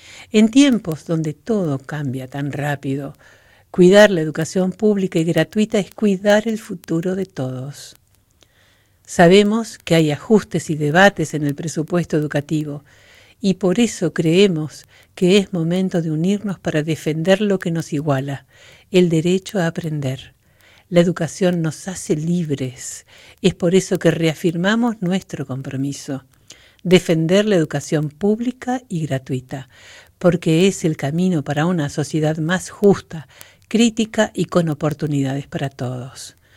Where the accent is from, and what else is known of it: Argentina